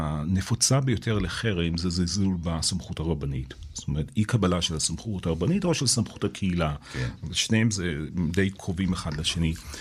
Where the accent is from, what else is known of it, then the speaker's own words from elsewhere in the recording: Bnei Brak, Tel Aviv District, Israel; moved away as an adult; now in United States; אני גדלתי בבני ברק על הגבול שבין העולם של הכיפות הסוגות לעולם החרדי. תקופה מסוימת עזבתי את העולם הדתי, חזרתי אליו.